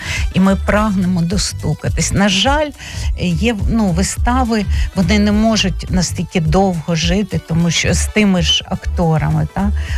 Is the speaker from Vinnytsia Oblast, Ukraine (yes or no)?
yes; Vinnytsia, Vinnytsia Oblast, Ukraine; also born or lived in Chernivtsi; Я щаслива, що я вінничанка. Я просто щаслива. І тому я тут живу. Я нікуди не виїжджала, крім 5 років, що я жила у Чернівцях, коли навчалась в університеті. І вінницька прописка для мене – це вау.